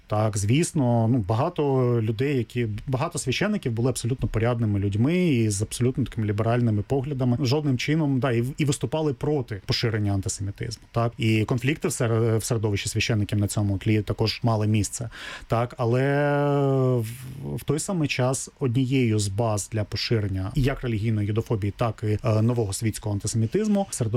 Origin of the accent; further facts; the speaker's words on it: Kryvyi Rih, Dnipropetrovsk Oblast, Ukraine; я сам з Кривого Рогу, так, і містечко Кривий Ріг на той час ще не місто, в ньому був досить великим, не більшість населення, але досить великий відсоток євреїв.